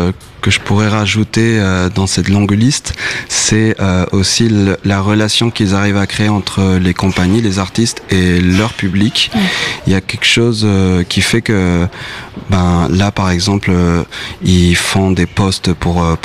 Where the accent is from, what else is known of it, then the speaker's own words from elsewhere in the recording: Argentina; Moi, j'ai grandi en Argentine.